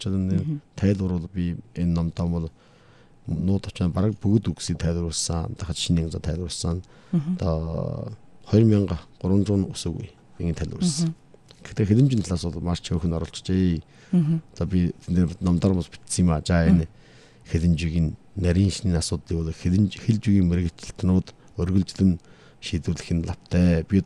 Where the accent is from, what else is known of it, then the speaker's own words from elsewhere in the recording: Ordos, Inner Mongolia, China; За энэ намуа гэсэн үг бол манай хангийн гошунд байдаг.